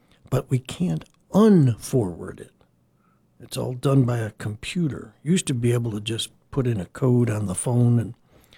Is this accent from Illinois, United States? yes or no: yes; Chicago, Illinois, United States; moved away; my hometown of Chicago